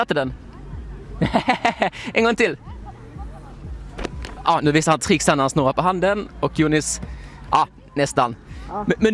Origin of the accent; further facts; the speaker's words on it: Sankt Olof, Skåne, Sweden; Jag har spelat i Sankt Olof där jag kommer ifrån